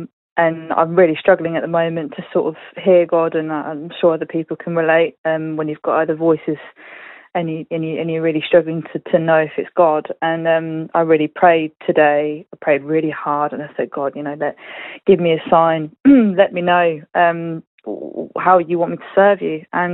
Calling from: Wellingborough, East Midlands, United Kingdom; I'm from Wellingborough in Northamptonshire

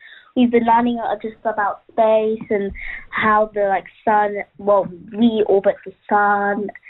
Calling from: Maidstone, South East England, United Kingdom; as you said, and I'm 9 years old and I'm from Maidstone in Kent.

